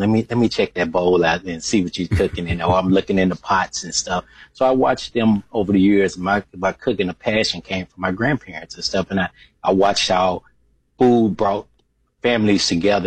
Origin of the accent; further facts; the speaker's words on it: Memphis, Tennessee, United States; Well, I grew up in North Memphis, and it's a rough neighborhood, you know.